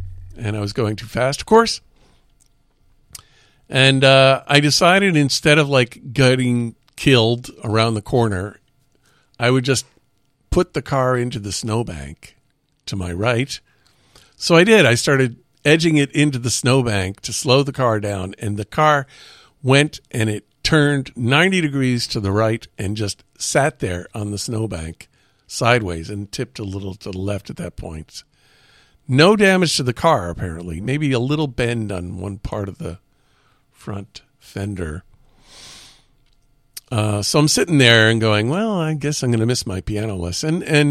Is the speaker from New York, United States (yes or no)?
yes; Woodstock, New York, United States; I grew up in Woodstock. And we're driving up Vandell Road where I grew up.